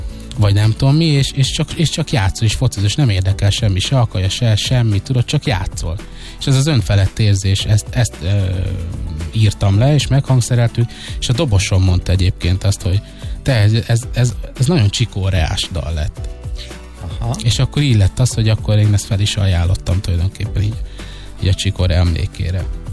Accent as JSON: {"language": "Hungarian", "region": "Békés", "country": "Hungary", "tie": "born or raised there", "said": "én egy békési gyerek vagyok, és az ottani cigány telep mellett nőttünk fel"}